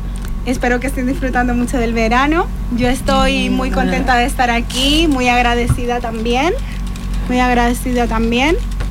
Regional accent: Spain; yo, a pesar de ser dominicana, yo no conocía casi ningún dominicano, porque bueno, yo crecí en España, todos mis amigos son españoles

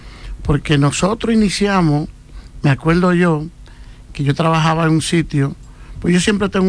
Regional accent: Dominican Republic; now in Alcalá de Henares, Spain; nos juntábamos los venezolanos y los dominicanos

